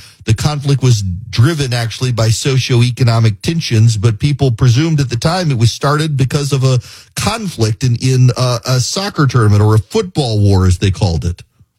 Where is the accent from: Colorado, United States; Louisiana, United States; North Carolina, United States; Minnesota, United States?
Louisiana, United States; I'm an LSU guy because I'm from Louisiana.